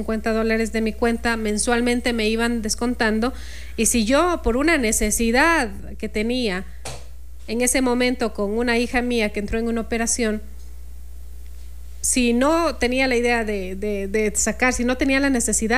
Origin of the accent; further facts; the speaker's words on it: Ambato, Tungurahua, Ecuador; soy de Ambato